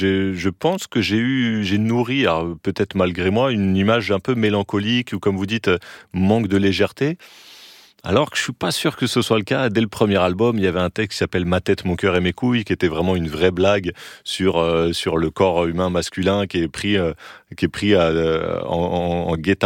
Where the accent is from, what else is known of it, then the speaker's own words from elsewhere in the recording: Saint-Denis, Île-de-France, France; Je viens de Saint-Denis